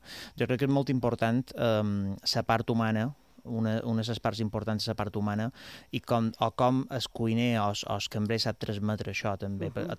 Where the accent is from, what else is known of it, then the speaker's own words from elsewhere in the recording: Palma, Balearic Islands, Spain; a Son Cotoner, nostre barri, nosaltres som de Palma